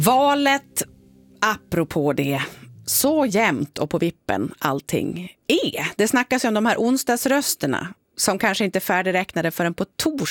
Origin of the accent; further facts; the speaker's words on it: Malung, Dalarna County, Sweden; moved away; jag kommer från Malung